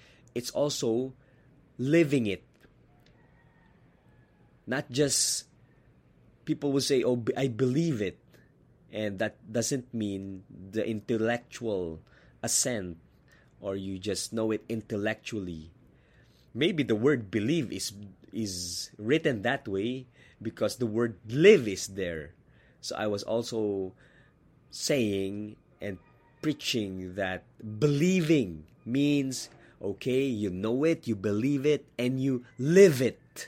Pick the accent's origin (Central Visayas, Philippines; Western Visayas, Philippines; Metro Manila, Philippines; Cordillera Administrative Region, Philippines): Cordillera Administrative Region, Philippines; Baguio; my hometown in Baguio City.